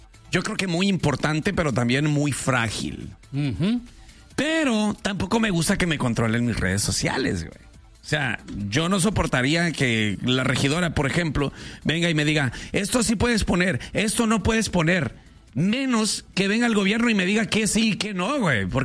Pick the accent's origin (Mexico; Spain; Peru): Mexico; como buenos mexicanos lo hacemos porque nosotros los mexicanos nos reímos de todo, hasta de nuestras desgracias.